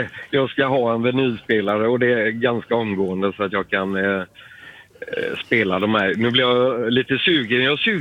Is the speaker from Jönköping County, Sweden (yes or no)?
yes; Vetlanda, Jönköping County, Sweden; moved away as an adult; now in Gothenburg, Sweden; flytt från Vetlanda till Göteborg, för jag kommer från Vetlanda, Småland.